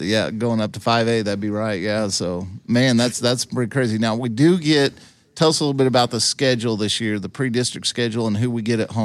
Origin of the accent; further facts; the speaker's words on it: Clovis, New Mexico, United States; I mean, I come from Clovis where, you know, you get 5,000 people out of the game